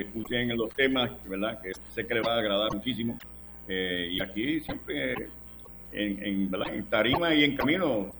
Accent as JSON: {"language": "Spanish", "country": "Puerto Rico", "said": "es la realidad que somos boricuas y eso lo demostramos donde sea."}